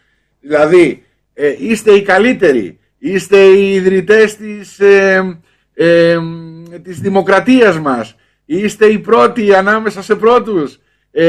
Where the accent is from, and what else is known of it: Greece